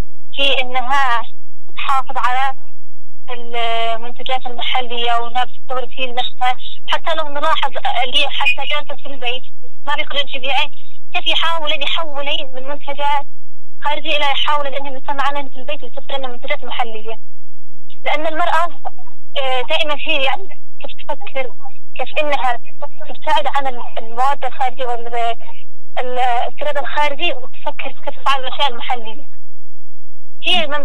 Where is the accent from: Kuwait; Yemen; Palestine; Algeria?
Yemen